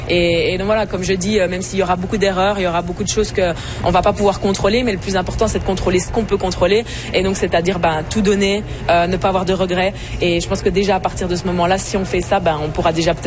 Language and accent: French; Montreal, Quebec, Canada; Très fière du Canada. Je pense que le fait que ce soit à Toronto, puis d'être une Montréalaise et venir ici